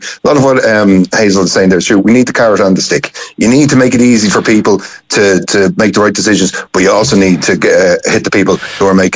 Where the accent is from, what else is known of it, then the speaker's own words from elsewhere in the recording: Dublin, Leinster, Ireland; Like, I'm from Dublin, lived here my whole life, well, most of my life